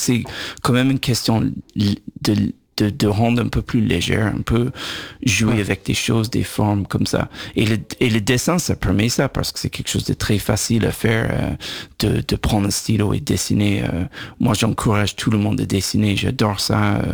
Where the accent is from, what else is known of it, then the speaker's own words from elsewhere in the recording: Dublin, Leinster, Ireland; quand j'étais ado à Dublin.